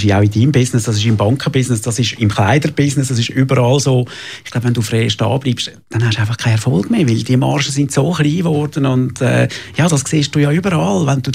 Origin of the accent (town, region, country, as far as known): Zurich, Switzerland